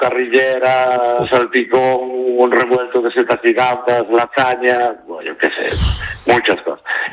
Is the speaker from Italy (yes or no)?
no; Lugo, Galicia, Spain; now in A Coruña, Spain; yo soy nativo de Lugo. Joder. Llevo muchos años en Coruña